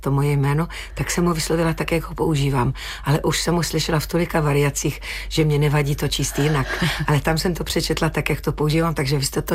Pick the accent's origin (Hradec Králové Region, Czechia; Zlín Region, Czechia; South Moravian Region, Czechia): Zlín Region, Czechia; Vsetín; moved away; já jsem Valach. Já jsem Vsetíňačka.